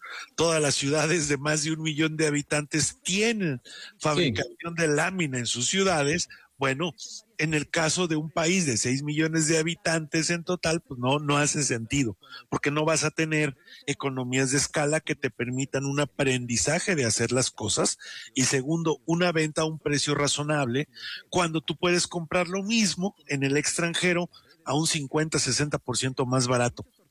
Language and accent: Spanish; Mexico; Nosotros como mexicanos exportamos.